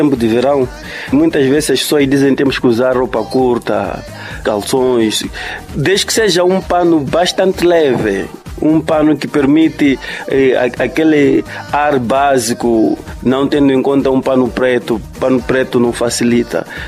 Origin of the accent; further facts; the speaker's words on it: Gorongosa, Sofala, Mozambique; born there; now in Manica Province, Mozambique; eu fui um dos alunos na escola de Gorongosa, Centro Educacional de Gorongosa. Lá vivíamos com freis